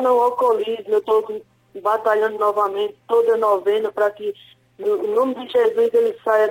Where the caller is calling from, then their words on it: Natal, Rio Grande do Norte, Brazil; De Natal, Rio Grande do Norte